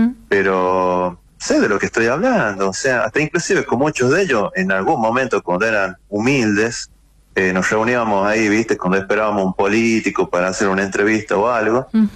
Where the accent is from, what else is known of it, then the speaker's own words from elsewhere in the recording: La Rioja, Argentina; cada uno del lugar donde esté, como riojano, ciudadano, trata de reflejar